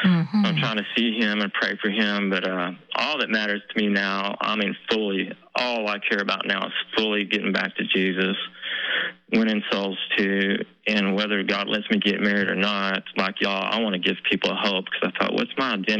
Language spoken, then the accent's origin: English; Weatherford, United States; I was eating at my a pizza place in my hometown of Weatherford I grew up in.